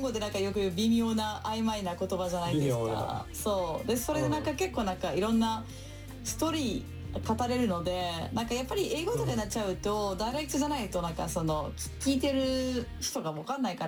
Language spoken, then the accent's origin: Japanese; Provence-Alpes-Côte d'Azur, France; Japanese is a second language; moved away as an adult; now in Tokyo, Japan; フランス人です。フランスの、南プロヴァンス出身です。で、日本に来たのは20年前です。